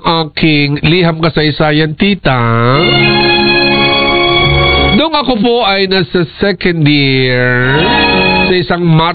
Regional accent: Muntinlupa, Metro Manila, Philippines; taga-Muntinlupa po ako.

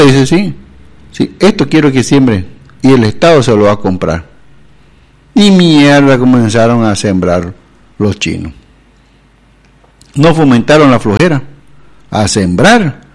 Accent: Beni, Bolivia

